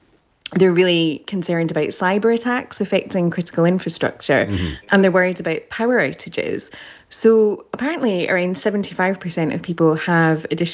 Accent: Australia; moved away; I grew up in Australia and in a country town.

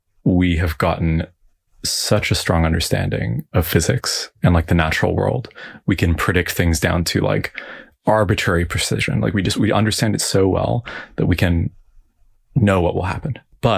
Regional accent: Toronto, Ontario, Canada; born there; I was born in Toronto, but at 1 year old, my parents moved into a cabin in the woods that my dad had built.

